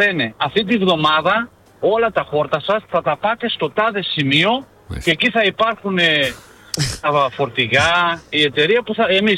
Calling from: Hagen, North Rhine-Westphalia, Germany; Δουλεύω στο δήμο, στην πόλη μου, στο Χάγκεν

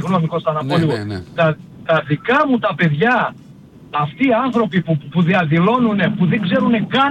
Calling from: Peraia, Central Macedonia, Greece; Εγώ είμαι κάτοικος Περαίας από το 2003.

